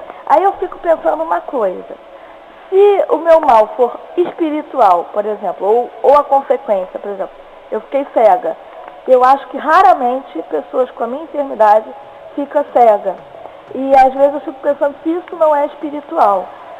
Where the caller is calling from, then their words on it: Rio de Janeiro, Brazil; Falo do Rio.